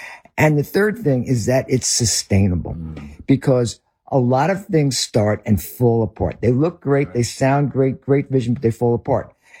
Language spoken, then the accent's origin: English; the North, Northern United States, United States; accent: Northern; As you can tell, I am a Northerner with my accent.